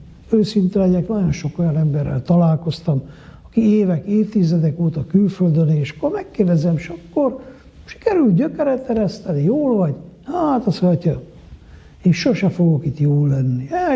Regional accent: Miercurea Ciuc, Harghita, Romania; born or raised there

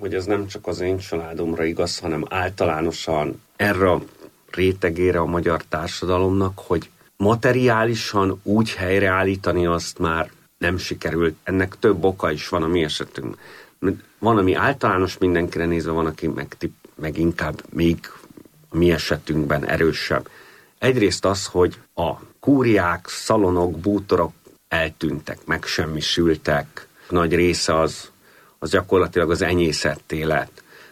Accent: Hungary; also born or lived in West Germany; Én magam egyébként Magyarországon nőttem föl, Pannonhalmán érettségiztem, utána Nyugat-Németországban sikerült családi kapcsolatokon keresztül tanulnom. 2004-ben visszajöttünk

